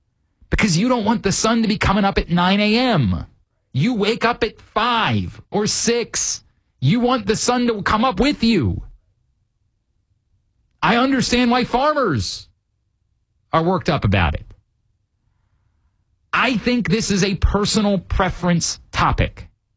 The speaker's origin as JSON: {"language": "English", "town": "Kingsville", "region": "Maryland", "country": "United States", "tie": "born or raised there", "said": "when I was growing up in Kingsville going to Perry Hall High School."}